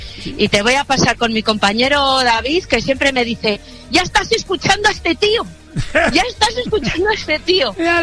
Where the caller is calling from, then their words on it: Castrillo de Duero, Castile and León, Spain; Cerca de Cuevas de Probanco, estoy en Castrillo de Duero.